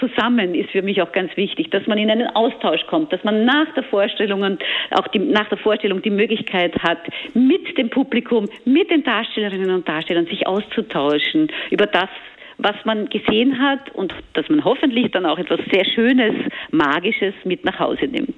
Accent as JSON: {"language": "German", "region": "Vienna", "country": "Austria", "accent": "Austrian"}